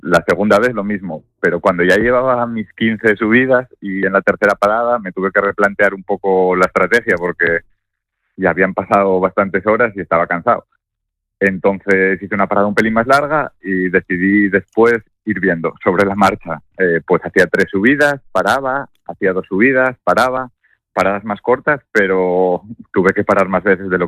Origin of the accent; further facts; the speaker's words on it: Lastres, Asturias, Spain; now in Oviedo, Spain; yo soy de Lastres, pero vivo aquí en Oviedo.